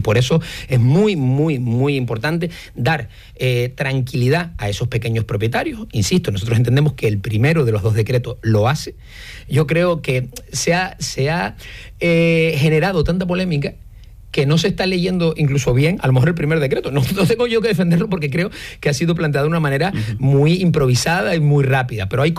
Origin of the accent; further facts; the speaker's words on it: San Andrés, Canary Islands, Spain; Sabes que yo soy de San Andrés, muy cerquita de aquí, cerca de la playa de las Teresitas, y ahí quien ha vivido siempre es la gente del pueblo.